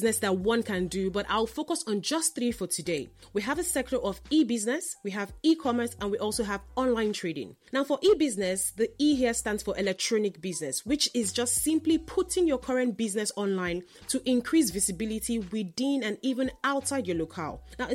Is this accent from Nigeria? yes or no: yes; Nigeria; as a Nigerian